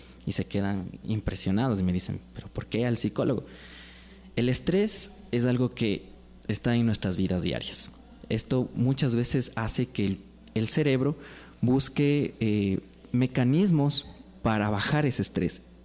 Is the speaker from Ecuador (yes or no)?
yes; Ecuador; nosotros como cultura ecuatoriana